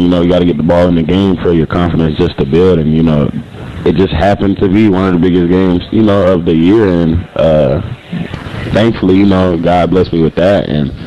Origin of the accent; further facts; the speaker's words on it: Florida, United States; moved away; I'm from Florida